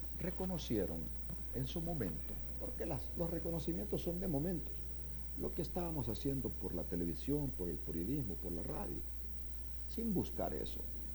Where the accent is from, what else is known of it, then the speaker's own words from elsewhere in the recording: Choluteca, Honduras; moved away; …, el satélite de Choluteca, en honor a mi pueblo.